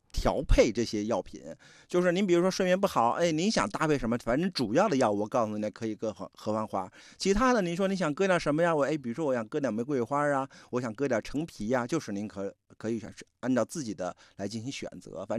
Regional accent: Jiangsu-Zhejiang area, China; moved away; 你看比如说像我的老家在江浙地区，我们可能夏天就会用稻草

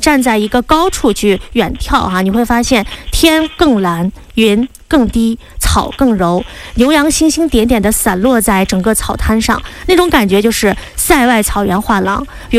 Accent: Xilinhot, Inner Mongolia, China; 欢迎大家来到我的家乡哈，就是锡林郭勒的蒙府锡林浩特市。

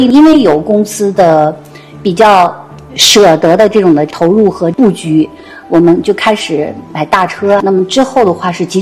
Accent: Xinjiang, China; 所以让我们在组织我们新疆人出去的这个业务做得很好。

